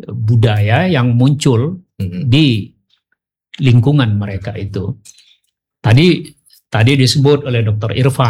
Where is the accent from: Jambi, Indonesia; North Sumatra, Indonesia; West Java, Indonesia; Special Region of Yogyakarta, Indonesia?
North Sumatra, Indonesia; kita orang Pasisi ini